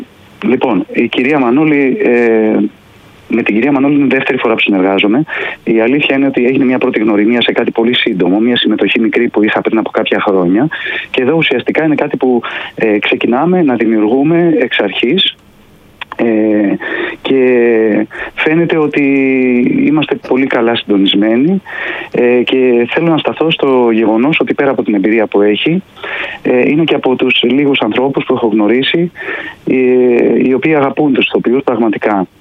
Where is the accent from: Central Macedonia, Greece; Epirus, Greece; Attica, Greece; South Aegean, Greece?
Attica, Greece; Athens; Όχι, είμαι Αθηναίος. Τους... Είμαι Αθηναίος που πάω στις Κουτσουπιές